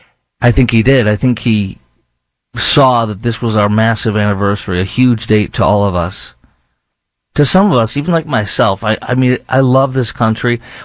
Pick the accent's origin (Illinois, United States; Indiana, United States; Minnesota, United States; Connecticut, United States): Illinois, United States; Chicago; now in Dallas, United States; where I'm sitting in Dallas, Fort Worth. I'm born and raised in Chicago